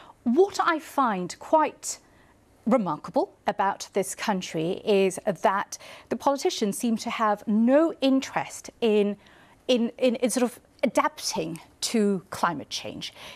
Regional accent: Bangladesh; now in United Kingdom; me being an immigrant, but I come from Bangladesh. I grew up there.

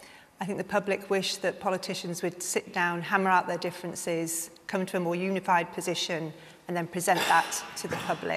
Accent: Darlington, North East England, United Kingdom; I got elected to Parliament for my hometown in Darlington

